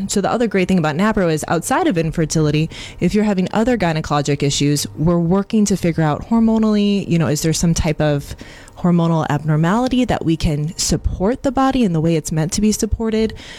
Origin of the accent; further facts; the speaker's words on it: Michigan, United States; I'm from Michigan, so that's kind of nearby.